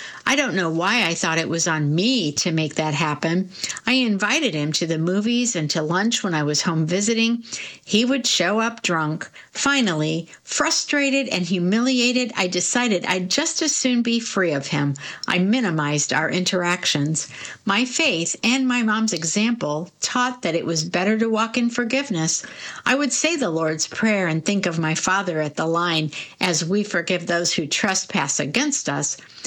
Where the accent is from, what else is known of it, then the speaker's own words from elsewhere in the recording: Nashville, Tennessee, United States; born there; I was born in Nashville, the younger of two kids.